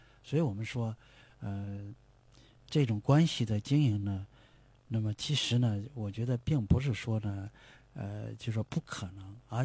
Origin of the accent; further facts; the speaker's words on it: China; 我们中国人